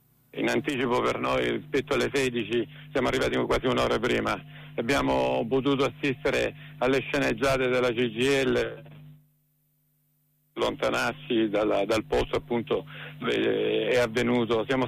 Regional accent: Brindisi, Apulia, Italy; noi che veniamo dalla Puglia, io vengo da Brindisi

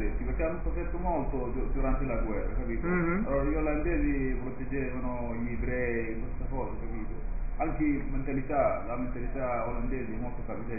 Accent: Morocco; Italian is a second language; also born or lived in Netherlands; now in Sicily, Italy; Come marocchini, quindi qua capisco il dialetto siciliano

